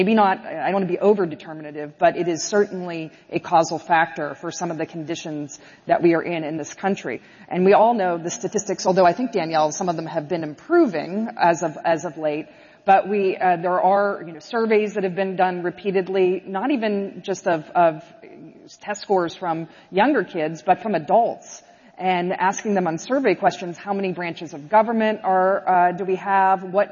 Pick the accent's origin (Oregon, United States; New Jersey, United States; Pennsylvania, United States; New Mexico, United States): Pennsylvania, United States; Pittsburgh; I'm from Pittsburgh. I say that like quietly.